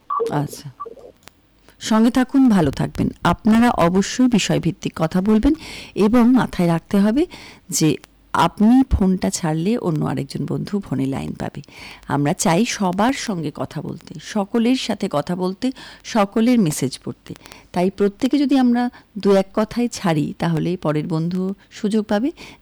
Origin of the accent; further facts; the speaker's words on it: Murshidabad district, West Bengal, India; সত্যি মুর্শিদাবাদবাসী হিসেবে আমরা গর্বিত। আমরা মুর্শিদাবাদ জেলায় জন্মগ্রহণ করেছি, মুর্শিদাবাদে বড় হয়েছি, কাজের সূত্রে হয়তো অনেককেই বাইরে যেতে হয়েছে, কিন্তু মন পড়ে থাকে আমাদের এই মুর্শিদাবাদে।